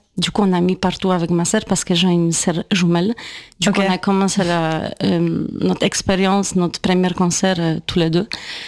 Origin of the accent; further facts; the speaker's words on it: Poland; French is a second language; moved away as an adult; now in Paris, France; Du coup c'était soit j'apprends le français et je peux rester ici, soit je rentre en Pologne. Et voilà, et je restais.